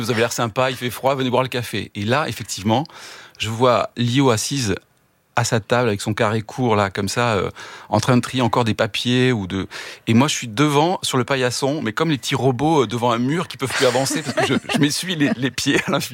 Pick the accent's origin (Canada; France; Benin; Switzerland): France; Bordeaux, Nouvelle-Aquitaine; moved away as an adult; je venais d'une famille de Bordeaux où il y avait personne dans la musique.